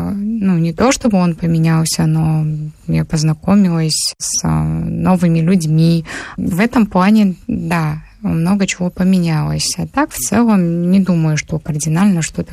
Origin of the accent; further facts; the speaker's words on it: Kabardino-Balkaria, Russia; я родилась в Кабардино-Балкарской республике. Кабардино-Балкарию называют Малыми Гималаями. У нас там находится высочайшая вершина России, Европы и очень много других не менее значимых вершин, как Эльбрус.